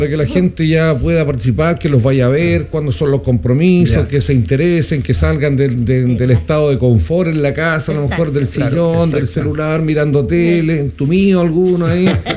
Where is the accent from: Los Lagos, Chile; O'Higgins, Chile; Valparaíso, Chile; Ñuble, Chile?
Ñuble, Chile; San Carlos; yo soy oriundo de San Carlos.